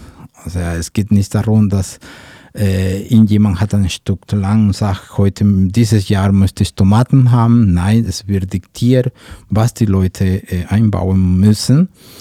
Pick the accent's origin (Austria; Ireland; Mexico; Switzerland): Mexico; German is a second language; Ich meine, ich bin Mexikaner